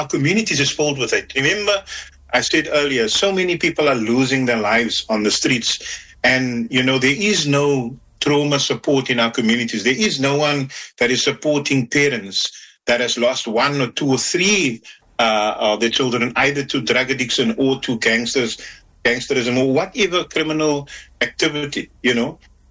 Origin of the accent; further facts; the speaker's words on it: Cape Town, Western Cape, South Africa; I'm someone that is born, not born in Menenberg. I'm born on the Cape Flats, but we moved to Menenberg when I was four. So I grew up in this community.